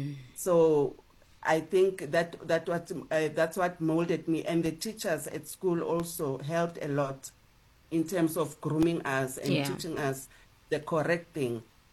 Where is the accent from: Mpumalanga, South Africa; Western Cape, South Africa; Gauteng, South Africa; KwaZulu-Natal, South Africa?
Gauteng, South Africa; Soweto; I'm from a family of six, and I grew up in Soweto, and my mother never worked a day, and my dad used to be a truck driver, so he was never home.